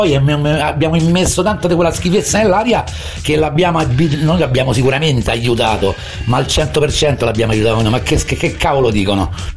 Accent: Rome, Lazio, Italy; Io sono di Monteverde, ragazzi, e c'ho Villa Manfredicino, e che abbia niente, fa caldo pure a Monteverde

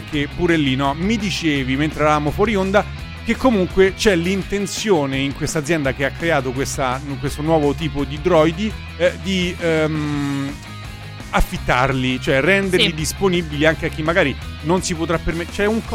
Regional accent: Molise, Italy; faccio parte di quella parte del Molise

